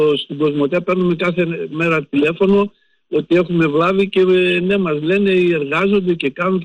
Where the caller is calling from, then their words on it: Pylos, Peloponnese, Greece; από την Πύλο κάτω, δίπλα από του Χαδερνού.